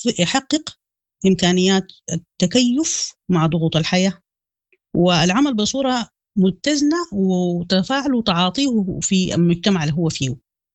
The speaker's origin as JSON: {"language": "Arabic", "country": "Sudan", "said": "حتى في التربيه حقتنا نحن كسودانيين، انه مثلا انه الراجل ما بيبكي"}